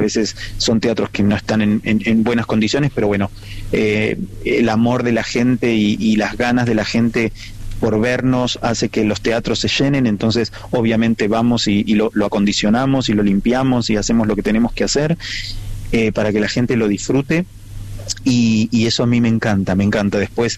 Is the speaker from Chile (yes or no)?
no; Argentina; recorremos toda la Argentina, y estamos felices de poder bailar en nuestro país, en mi país